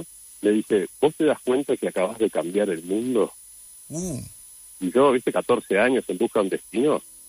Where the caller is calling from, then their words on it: Uruguay; todos mis hermanos tienen nombres italianos. Pero no, soy bien uruguayo.